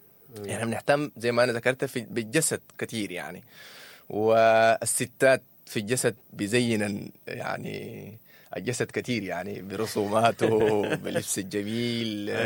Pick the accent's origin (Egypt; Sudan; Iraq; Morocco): Sudan; أنا سوداني